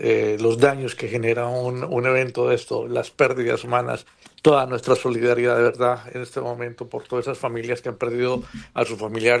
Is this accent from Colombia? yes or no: yes; Manizales, Caldas, Colombia; yo debo además confesar que yo soy de Manizales y me crié alrededor de este tipo de fenómenos.